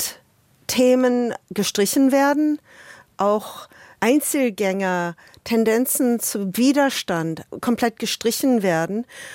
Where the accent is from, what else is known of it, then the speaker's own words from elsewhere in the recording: Canada; Ja, das stimmt. Also wir sind alle ein bisschen entsetzt.